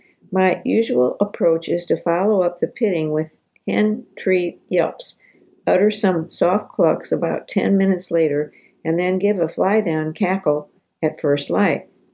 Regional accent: Virginia, United States; Since I'd killed 2 fall Virginia birds, my hunting was over for the year in my home state

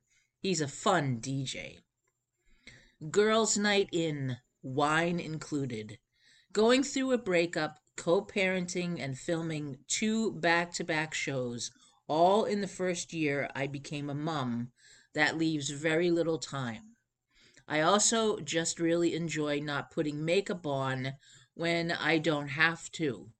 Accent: Florida, United States; I grew up in Florida, and I grew up fishing on a boat with my parents pretty much my whole life.

